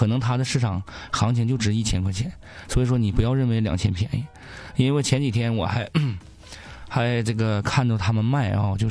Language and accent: Chinese; Northeast China, China; accent: Northeastern Mandarin; 用我们东北话呀